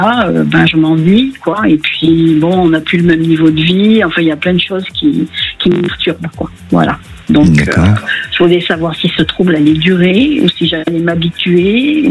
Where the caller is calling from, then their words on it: Sarlat-la-Canéda, Nouvelle-Aquitaine, France; Région de Sarlat.